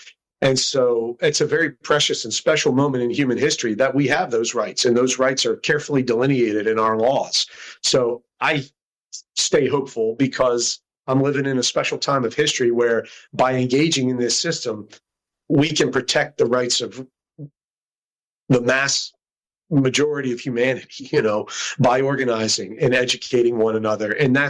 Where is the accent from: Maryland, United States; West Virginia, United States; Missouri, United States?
West Virginia, United States; Morgantown; born there; I was born in Morgantown, and my mom's from Greenbrier County, more far southern, St. Nicholas, Greenbrier areas. My dad's from up in Altoona, PA, railroad country. And they met up around Morgantown, so that's where I came